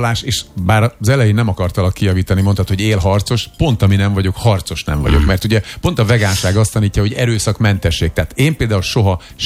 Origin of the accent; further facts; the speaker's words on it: Fejér, Hungary; Mi falun nőttünk fel a családommal, Fejér megyében, Lajoskomáromban, Mezőkomáromban